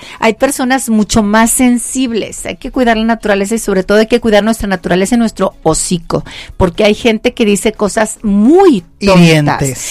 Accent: Mexico; mi país. Pero como te decía, ir como mexicano allá

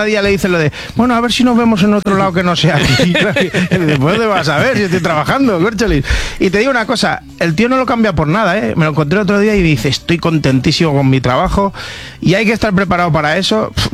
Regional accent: Madrid, Community of Madrid, Spain; Mis padres de Vallecas, mis abuelos de Vallecas, mi infancia en Vallecas.

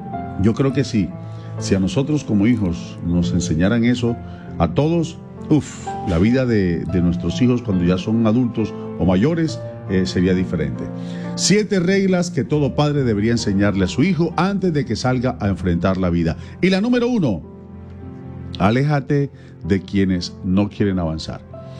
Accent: Colombia; nosotros los colombianos

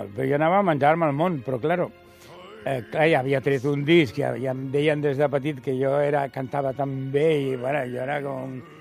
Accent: Valencia, Valencian Community, Spain; moved away as an adult; jo sempre havia cantat en francès, des de petit, a València

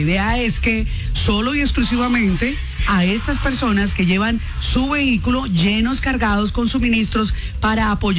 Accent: Cali, Valle del Cauca, Colombia; como somos los colombianos, como somos los caleños

